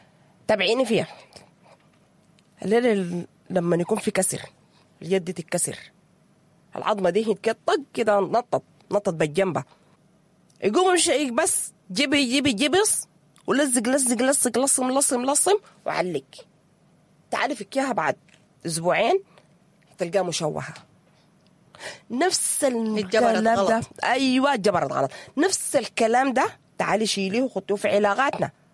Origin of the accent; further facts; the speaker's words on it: Sudan; احنا كسودانيين متعودين على الاحتزار